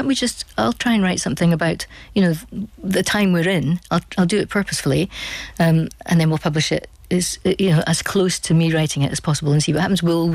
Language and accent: English; Scotland, United Kingdom; we're both Scottish